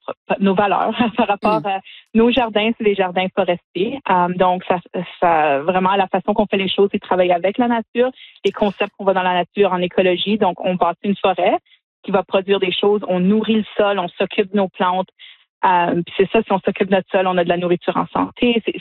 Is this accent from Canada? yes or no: yes; Sudbury, Ontario, Canada; nous, on vient de Sudbury. Donc, c'est une ville minière où on paye encore le prix pour certaines des choses qui sont passées dans le passé.